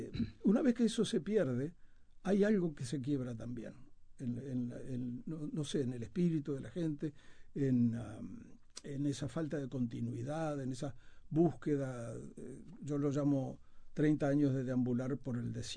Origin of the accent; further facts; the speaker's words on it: Uruguay; now in United States; soy uruguayo en Estados Unidos